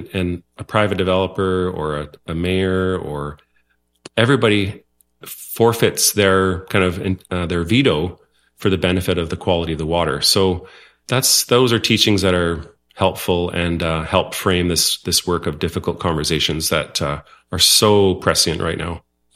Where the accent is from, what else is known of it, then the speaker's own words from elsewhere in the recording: Netherlands; first language Dutch; English is a second language; You know, I'm Dutch. My mom and dad were Dutch. I'm a Dutch citizen as my first language.